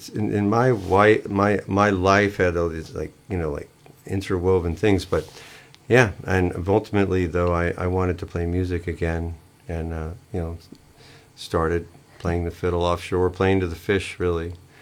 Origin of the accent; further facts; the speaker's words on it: Maryland, United States; also born or lived in Arizona / Oregon; I am from Arizona, Oregon, and Maryland.